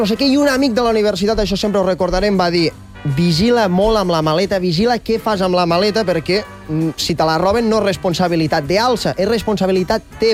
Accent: Tàrrega, Catalonia, Spain; moved away as an adult; now in Barcelona, Spain; jo sóc una persona de Tàrrega, de Lleida, representant les Terres de Ponent, i us portaré tot de seqüències o vivències que he tingut quan vaig arribar aquí a Barcelona per primera vegada a la universitat.

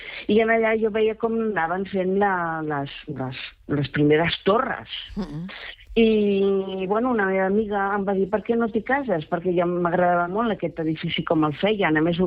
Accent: Barcelona, Catalonia, Spain; moved away as an adult; jo soc de Barcelona, he viscut sempre a Barcelona i treballava al carrer Provença

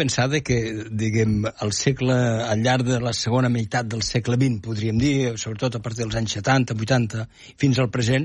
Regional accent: Lleida, Catalonia, Spain; born there; haver-hi anat quan era un nen d'un internat a Lleida

